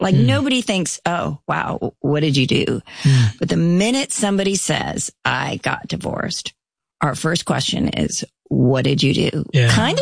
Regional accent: India; born there; So I was born in India. And when I was 3 months old, I contracted polio. Now in India, you don't get the vaccine at 3 months.

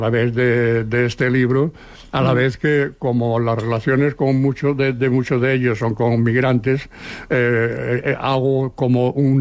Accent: Seville, Andalusia, Spain; now in Barcelona, Spain; nosotros cuando vinimos de Sevilla.

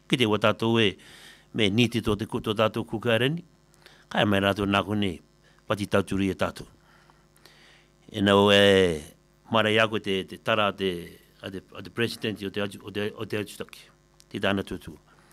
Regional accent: Cook Islands; born there; moved away; I'm a Australian citizen, I'm a New Zealand citizen. Place of birth, Cook Island.

